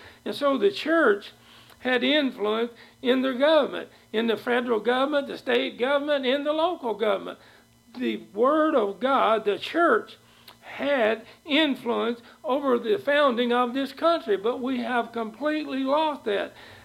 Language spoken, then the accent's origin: English; Kentucky, United States; I grew up down in Kentucky and in a dry county